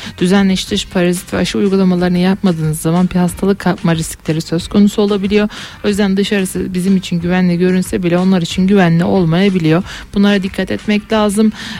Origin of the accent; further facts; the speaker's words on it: Adana, Turkey; moved away; ben de bir Adanalı olarak çok sevdiğim şarkılar.